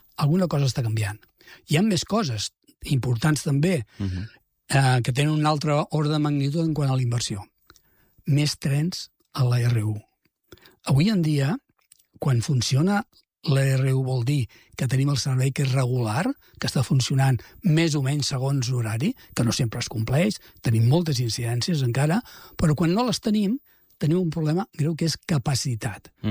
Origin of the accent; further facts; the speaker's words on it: Vilassar de Mar, Catalonia, Spain; jo sóc de Vilassar de Mar